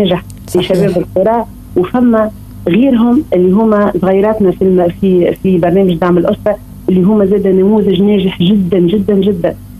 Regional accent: Tunisia; اليوم أنا كتونسي

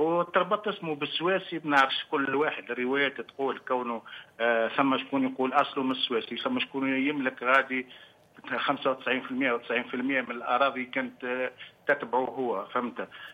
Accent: Sousse, Sousse Governorate, Tunisia; والله احنا سكان قدم، من مجموعه سكان قدم، معنا مئات سنين تعز علينا المنطقه نتاعنا، وسيدي عبد الحميد معنا في لمحه حر جميل جدا، معنا يربط بين ولايتين، ولايه المنستير

